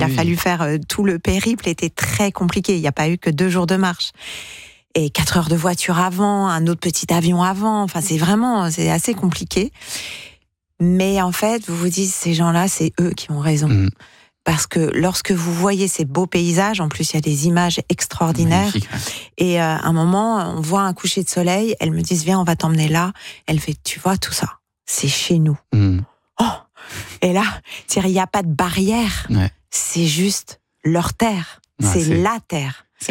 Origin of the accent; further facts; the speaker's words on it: Normandy, France; Alors, en tant que Normande, quand même.